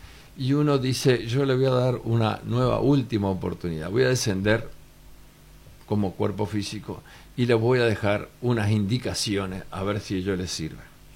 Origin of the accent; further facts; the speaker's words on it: Uruguay; Esos somos los uruguayos, un poco criticón y un poco esto, uh-huh, pero somos suavemente ondulados.